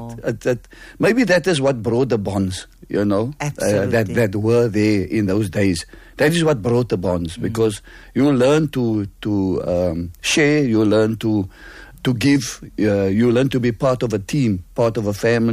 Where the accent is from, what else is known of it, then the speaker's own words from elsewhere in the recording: Cape Town, Western Cape, South Africa; Okay, I grew up here in Silvertown. I was born opposite Athol Stadium and the Clover Crescent, yes.